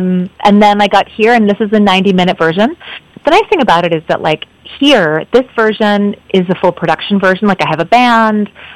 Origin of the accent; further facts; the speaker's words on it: Alberta, Canada; I grew up in the Bible Belt of fundamentalist evangelicalism in central Alberta.